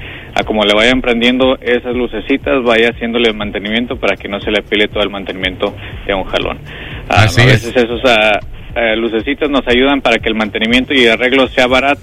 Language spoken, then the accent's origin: Spanish; Jalisco, Mexico; now in Sioux City, United States; Así somos los de Jalisco